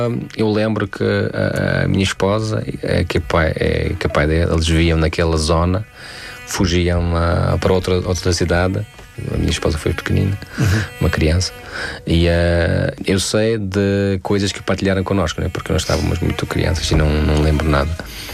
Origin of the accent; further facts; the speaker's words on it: Tajikistan; Portuguese is a second language; moved away as an adult; now in Portugal; eu saí do Tajiquistão, ir para Portugal para estudar e trabalhar